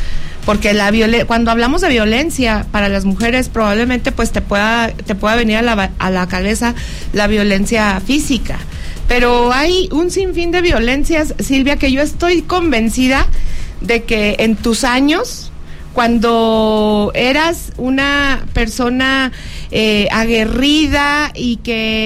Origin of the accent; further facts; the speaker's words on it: Mexico; Yo solamente ejercí un derecho que tengo como ciudadana mexicana